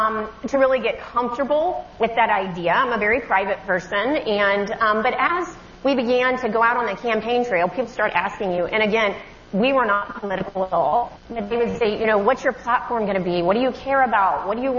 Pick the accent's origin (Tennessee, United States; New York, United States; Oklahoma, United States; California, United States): Oklahoma, United States; my story, that my childhood, and I grew up in Oklahoma, and what I've come to see about my story and my family